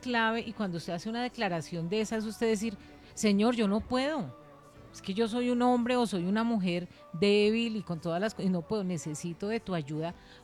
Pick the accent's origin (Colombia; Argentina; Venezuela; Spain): Colombia; seguimos siendo los colombianos